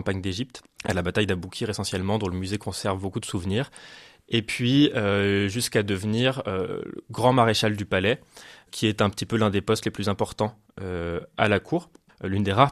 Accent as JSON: {"language": "French", "town": "Paris", "region": "Île-de-France", "country": "France", "tie": "born or raised there", "said": "Moi, c'est vrai que je connaissais pas du tout ni le musée, ni sa région. J'ai grandi à Paris"}